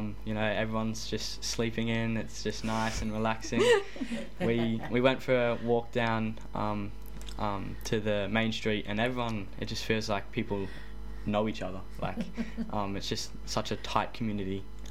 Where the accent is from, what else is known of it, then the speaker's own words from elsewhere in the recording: Brisbane, Queensland, Australia; Yeah, we're up here from Brisbane to do some service up at Thursday Island.